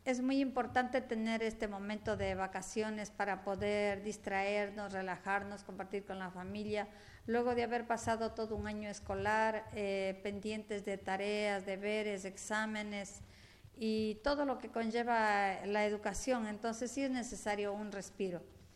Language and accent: Spanish; Amazon, Ecuador; los que somos de la Amazonía